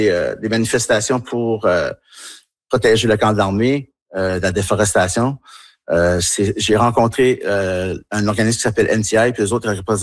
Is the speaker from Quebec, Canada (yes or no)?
no; New Brunswick, Canada; Puis moi aussi, en tant qu'Acadien, fier Acadien, j'ai même été vice-président de la Société de l'Acadie du Nouveau-Brunswick.